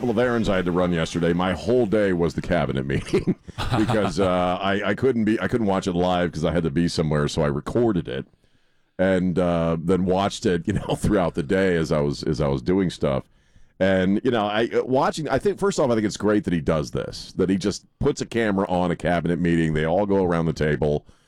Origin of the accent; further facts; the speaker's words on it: Maryland, United States; I grew up with people. I grew up in Maryland. I grew up with a lot of people who are Democrats